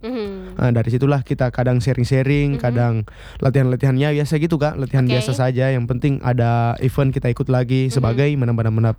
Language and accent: Indonesian; North Kolaka, Southeast Sulawesi, Indonesia; Saya dari Kolaka Utara.